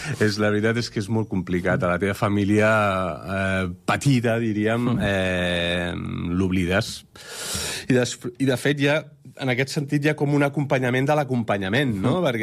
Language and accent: Catalan; Barcelona, Catalonia, Spain; born there; moved away as an adult; also born or lived in Berlin, Germany; jo que vinc de... o que vaig néixer a Horta i que vaig viure durant molts anys a Gràcia i vaig estar vivint a Berlín durant temps